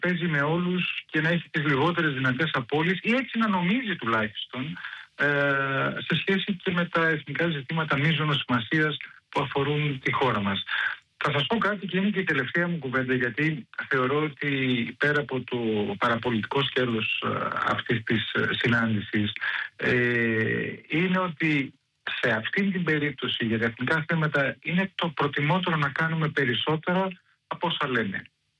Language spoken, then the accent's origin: Greek; Thessaloniki, Central Macedonia, Greece; που οι κάτοικοι της δεν αναπνέουν δηλητήριο όπως αναπνέουμε δηλητήριο στην πόλη μου στη Θεσσαλονίκη.